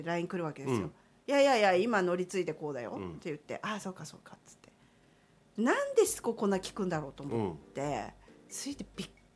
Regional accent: Sapporo, Hokkaido, Japan; 札幌から来てるんですよ私。

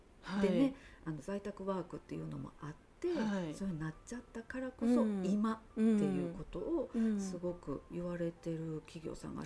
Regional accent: Kyoto, Japan; now in Koka, Japan; 私も京都出身ということで、はいはい、京都にゆかりがあるんですけれども、

